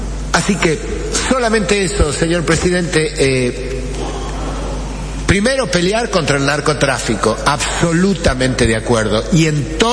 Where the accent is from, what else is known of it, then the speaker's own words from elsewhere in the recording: San Martín, Salta, Argentina; Yo vengo de San Martín, uno de los departamentos junto a Rivadavia, con la mayor extensión territorial fronteriza con el Estado Plurinacional de Bolivia.